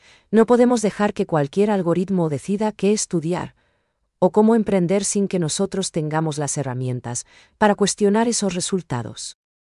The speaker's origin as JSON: {"language": "Spanish", "country": "Paraguay"}